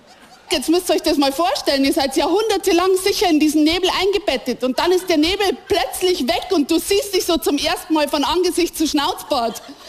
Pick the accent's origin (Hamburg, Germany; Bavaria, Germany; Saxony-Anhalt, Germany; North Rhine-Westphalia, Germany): Bavaria, Germany; Regensburg; In Regensburg, wo ich herkomme, da ist einfach 8 Monate im Jahr neblig in dem Donautal